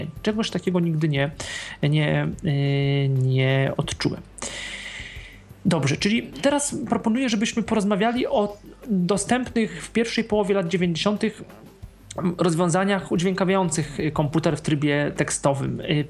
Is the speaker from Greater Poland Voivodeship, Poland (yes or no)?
yes; Poznań, Greater Poland Voivodeship, Poland; jestem z Poznania